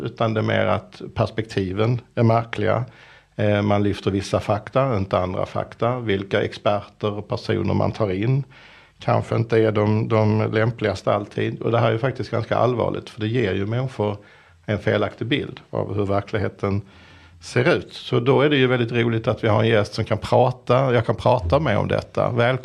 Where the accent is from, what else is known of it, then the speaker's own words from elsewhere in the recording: Skåne, Sweden; accent: Scanian; alltid till alla som orkar lyssna att jag tycker att skånska är väldigt fult och jag tycker inte om min egen dialekt.